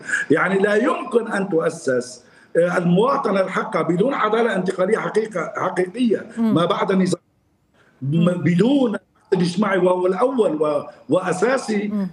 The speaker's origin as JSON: {"language": "Arabic", "country": "Syria", "said": "وانا سوري"}